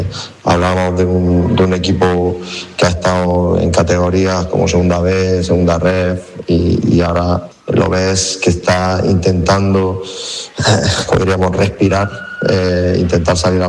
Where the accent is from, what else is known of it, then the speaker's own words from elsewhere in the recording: Almería, Andalusia, Spain; Los que somos de Almería, el desplazamiento es mínimo